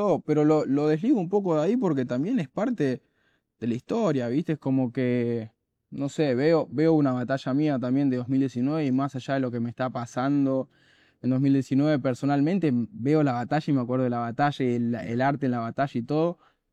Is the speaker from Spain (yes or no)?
no; Buenos Aires, Argentina; mi barrio. Yo siempre fui como de ahí, me daba hasta coraje venir a Palermo, ¿viste? Era como, yo soy de la Comuna 4 y ya fue.